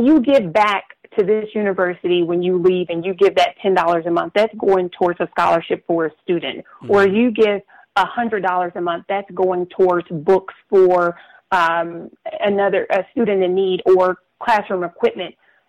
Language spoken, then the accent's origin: English; Arkansas, United States; So my twin sister and I, we are from Arkansas